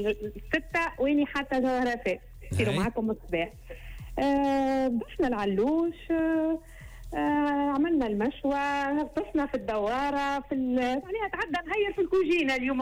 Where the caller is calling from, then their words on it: Sousse, Sousse Governorate, Tunisia; اني نتكلم فيكم من سوسة. أبواني من القروان، أما مقيمة في سوسة.